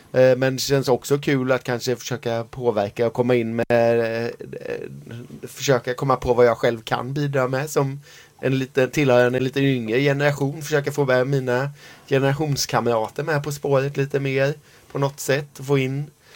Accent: Gothenburg, Västra Götaland County, Sweden; Jo, jag är en glad och trevlig kille från Göteborg. Även om jag inte alltid låter sån, så jag född och uppväxt i Majorna.

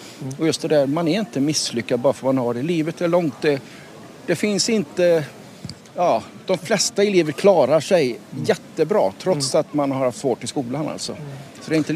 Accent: Lidköping, Västra Götaland County, Sweden; Jag är från Lidköping

